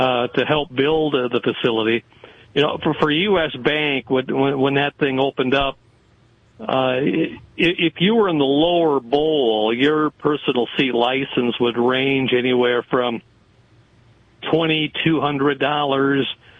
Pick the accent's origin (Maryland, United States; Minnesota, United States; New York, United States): Minnesota, United States; I've been a Vikings fan since I was a kid. I grew up in Minnesota and was a big Vikings fan.